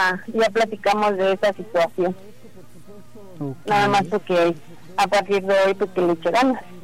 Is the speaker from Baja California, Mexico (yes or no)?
no; Iztapalapa, Mexico City, Mexico